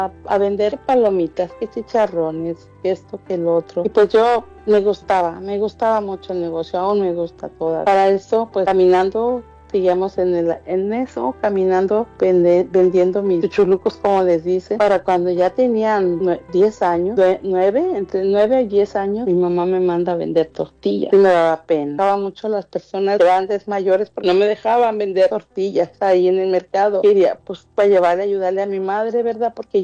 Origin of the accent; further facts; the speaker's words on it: Ciudad Hidalgo, Michoacán, Mexico; Soy de Michoacán, de Ciudad Hidalgo, Michoacán. Tengo 52 años